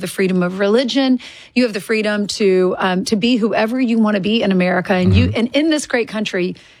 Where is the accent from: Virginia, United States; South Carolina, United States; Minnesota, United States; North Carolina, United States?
South Carolina, United States; born or raised there